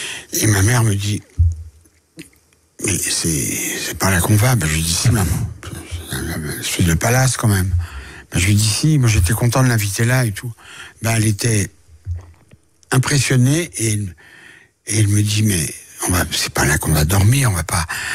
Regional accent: France; born there

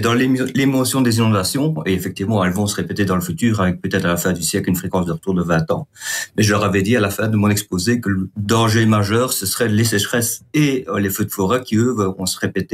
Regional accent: Belgium; et chez nous en Belgique, on n'a rien du tout

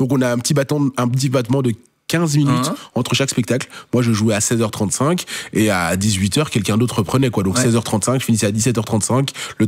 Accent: Belgium; moi, je suis belge.

